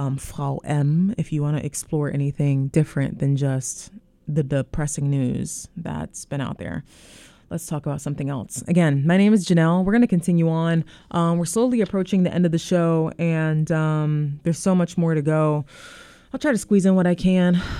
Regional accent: Germany; moved away; I'm from Germany

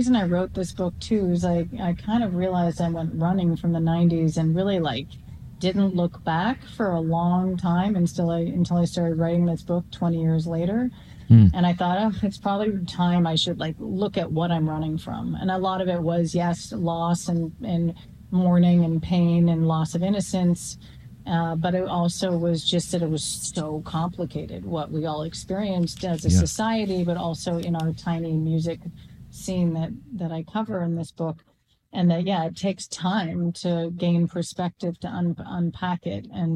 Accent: Canada; I was raised fully in Canada, indoctrinated to doubt everything in the U.S.

